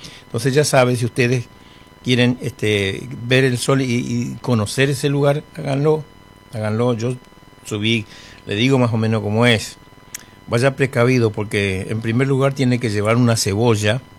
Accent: Chaco, Argentina; born there; moved away; A mi gente del Chaco. En el lugar donde nací, residencia de la plaza, mi pueblo. Todos mis parientes que tenemos por allá, tengo por allá mis parientes.

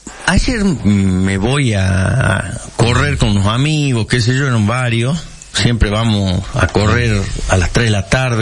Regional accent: Argentina; Qué lindo que es ser argentino

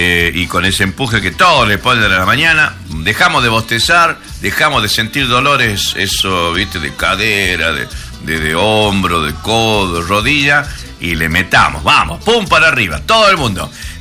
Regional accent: Argentina; somos argentinos

